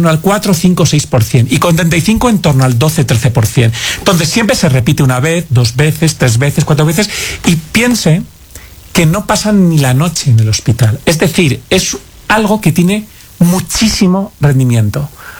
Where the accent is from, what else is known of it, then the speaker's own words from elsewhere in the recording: Spain; tenemos lugares como España, de donde yo vengo